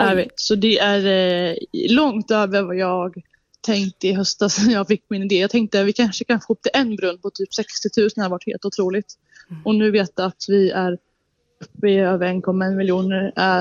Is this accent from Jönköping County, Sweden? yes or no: no; Leksand, Dalarna County, Sweden; now in Falun, Sweden; jag kommer så från Leksand i Dalarna och flyttar oss i Falun kommunen bredvid.